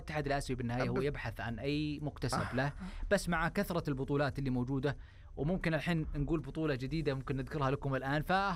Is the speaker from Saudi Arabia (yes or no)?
yes; Saudi Arabia; اليوم احنا عندنا في السعوديه